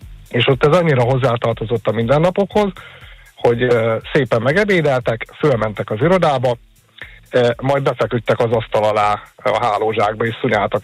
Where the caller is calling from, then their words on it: Hungary